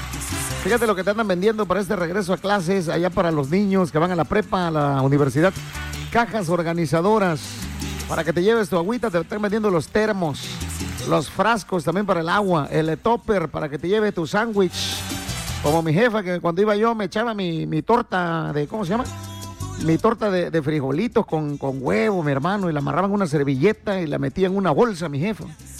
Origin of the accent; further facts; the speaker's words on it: Mexico; como buenos mexicanos que somos